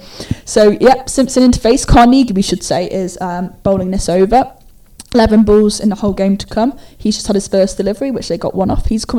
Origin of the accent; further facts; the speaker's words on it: Liverpool, North West England, United Kingdom; growing up in the Liverpool leagues